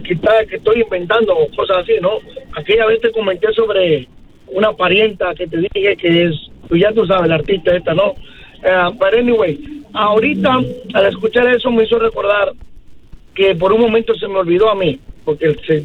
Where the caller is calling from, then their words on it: Tabasco, Mexico; yo soy tabasqueño de México, de México.